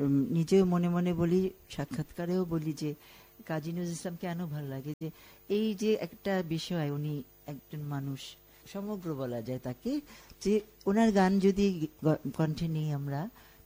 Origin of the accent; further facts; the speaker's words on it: Dhaka, Dhaka Division, Bangladesh; আমরা ইস্কাটন গার্ডেন কলোনিতে মানুষ হয়েছি